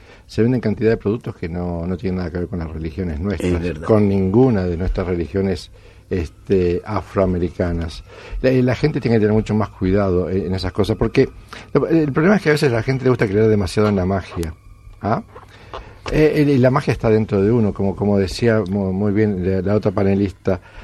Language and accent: Spanish; Uruguay; also born or lived in Italy; now in Spain; soy uruguayo.